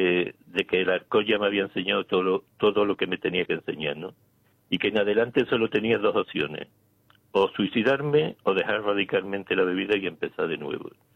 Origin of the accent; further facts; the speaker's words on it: Paradas, Andalusia, Spain; todos los poemas y todos los textos que yo había escrito sobre Paradas, sobre mi pueblo.